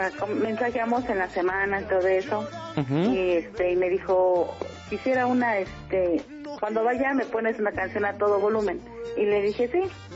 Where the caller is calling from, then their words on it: Texcoco, State of Mexico, Mexico; Aquí en Texcoco.